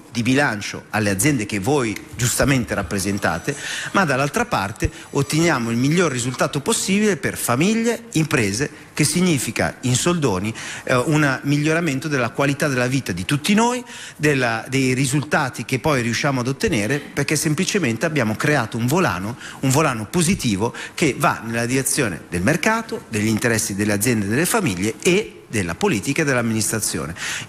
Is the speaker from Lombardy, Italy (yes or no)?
yes; Milan, Lombardy, Italy